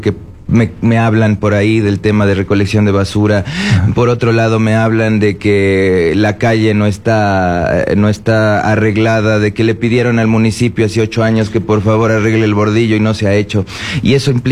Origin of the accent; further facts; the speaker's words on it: Quito, Pichincha, Ecuador; a mí me duele como quiteño